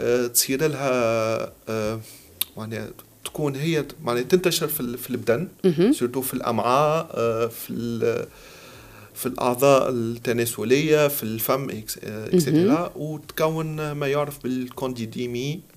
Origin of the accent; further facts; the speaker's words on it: Tunisia; فيت اللي عندنا في تونس